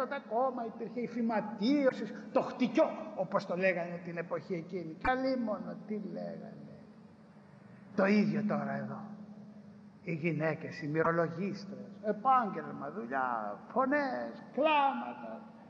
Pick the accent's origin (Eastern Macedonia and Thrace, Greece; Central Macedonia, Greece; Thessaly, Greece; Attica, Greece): Attica, Greece; Piraeus; Θυμάμαι όταν ήμουν μικρός, στον Πειραιά έχω γεννηθεί.